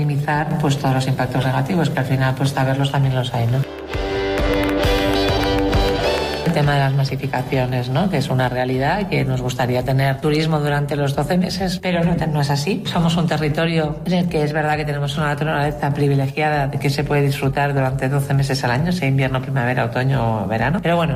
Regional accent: Catalonia, Spain; Soy aranesa.

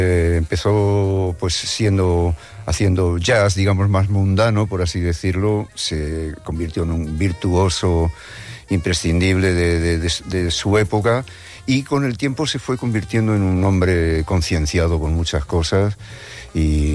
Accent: Madrid, Community of Madrid, Spain; born there; Sí, soy nacido en Madrid, cerca de Las Ventas.

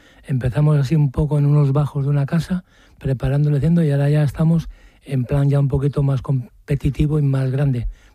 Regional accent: Maliaño, Cantabria, Spain; como nos llaman cachoneros a los que somos de Maliaño, pues eso tenemos un poco de orgullo con ellos y lo llevamos siempre en la sangre.

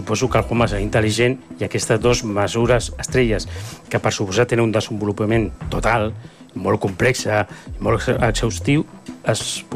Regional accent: Catalonia, Spain; jo soc català

